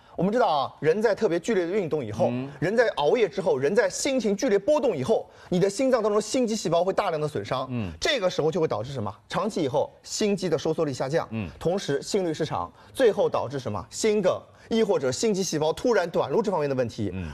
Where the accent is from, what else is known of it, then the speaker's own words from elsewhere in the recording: Shanghai, China; 我们上海人特别喜欢吃一个馄饨啊，叫菜肉馄饨。